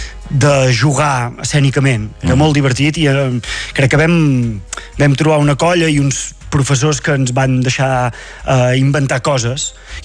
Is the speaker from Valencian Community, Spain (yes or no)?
no; Vic, Catalonia, Spain; Soc fill de Vic, vull dir que tampoc venia de l'altra banda de les muntanyes.